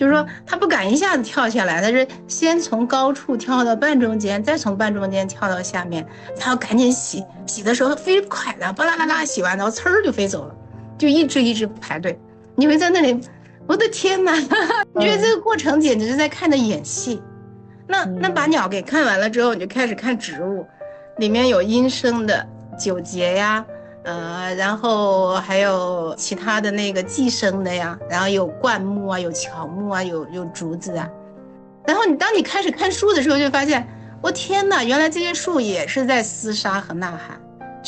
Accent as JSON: {"language": "Chinese", "town": "Yancheng", "region": "Henan", "country": "China", "tie": "born or raised there", "moved": "as an adult", "lives_now": "Guangzhou, China", "said": "我是在南方学会了观鸟，然后回到我的家乡。我的家乡是河南郾城县，就是岳飞跟金兵大战，接受皇上的12道金牌的那个地方"}